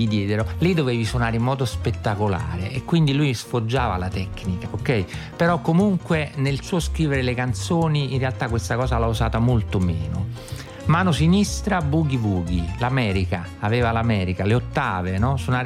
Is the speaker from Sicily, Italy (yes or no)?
no; Naples, Campania, Italy; sono sicuramente napoletano, mio padre è napoletano, però c'ho sto cognome che è un po' tedesco, un po' ungarico, che tradirebbe le origini, ma invece sono di Napoli.